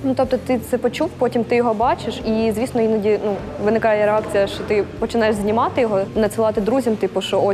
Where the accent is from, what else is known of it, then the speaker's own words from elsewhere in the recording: Velykyi Burluk, Kharkiv Oblast, Ukraine; Я з Великого Бурлука, це Куп'янський район.